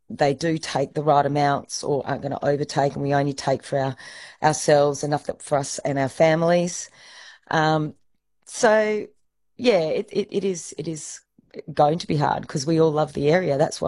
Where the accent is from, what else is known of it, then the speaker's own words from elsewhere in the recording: Perth, Western Australia, Australia; I mean, I grew up in Perth, but I was always out on the water, swimming, under the water diving. And when I came to live in the Kimberley, I was said the Kimberley chose me.